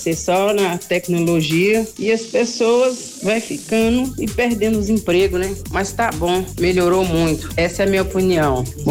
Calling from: Nossa Senhora das Graças, Brazil; tô falando aqui de Nossa Senhora das Graças.

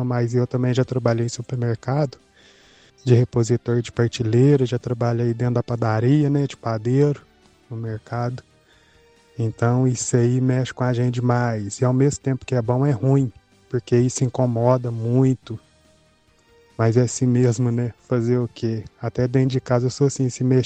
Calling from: Perdões, Minas Gerais, Brazil; da cidade de Perdões, sul de Minas.

